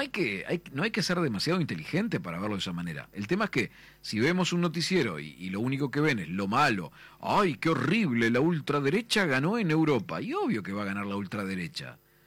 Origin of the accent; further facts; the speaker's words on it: Uruguay; Nosotros acá en Uruguay somos mucho más españoles que los propios españoles de España.